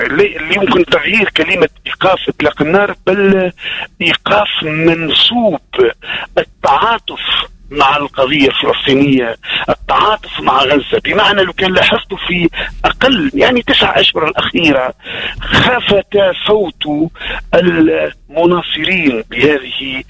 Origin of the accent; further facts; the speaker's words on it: Sfax, Sfax Governorate, Tunisia; born there; مسقط رأسي وهو صفاقس.